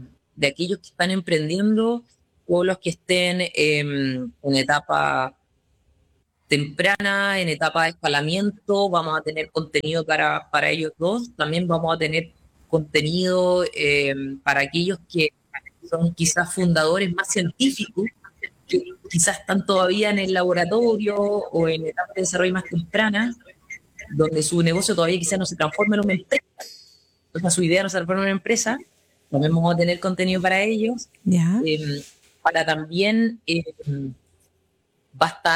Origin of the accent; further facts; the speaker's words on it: Linares, Maule, Chile; born there; Yo nací en el Maule, en el Linares específicamente